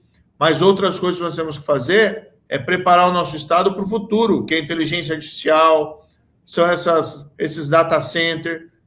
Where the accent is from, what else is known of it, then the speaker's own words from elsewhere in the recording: Maringá, Paraná, Brazil; also born or lived in Cascavel; now in Curitiba, Brazil; Eu sou de Maringá, eu sou do interior. Moro em Curitiba, é fato, desde 2002. mas eu tenho circulado muito, inclusive morei em Cascavel